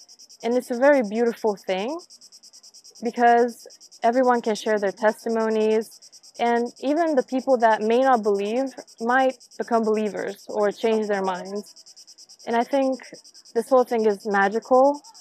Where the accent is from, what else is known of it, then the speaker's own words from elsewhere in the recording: Romania; English is a second language; I come from Romania